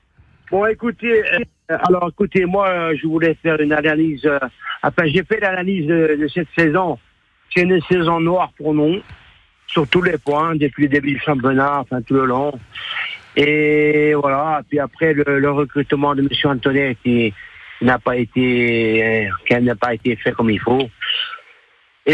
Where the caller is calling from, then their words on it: Corsica, France; moi, j'habite en Malagne.